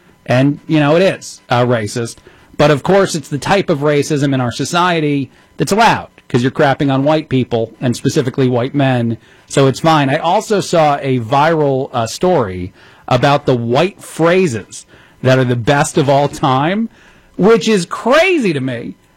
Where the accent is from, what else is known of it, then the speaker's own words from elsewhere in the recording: East Coast, United States; I love get a load of this guy, but I'm from the East Coast. I feel like that's an East Coast thing, not a white guy thing, but who knows.